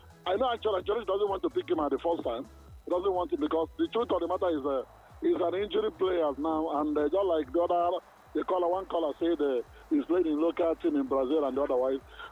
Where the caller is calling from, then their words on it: Akowonjo, Lagos, Nigeria; I'm calling from Akowanjo.